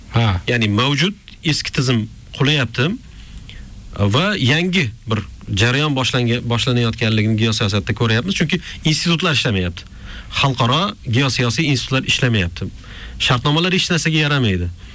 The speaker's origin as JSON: {"language": "Uzbek", "region": "Khorezm Region", "country": "Uzbekistan", "said": "Nima Sanjarbek, men o'z Xorazmdanman-ku. Urganch shevasi bilan Ozarbayjon tili o'rtasida deyarli farq yo'q."}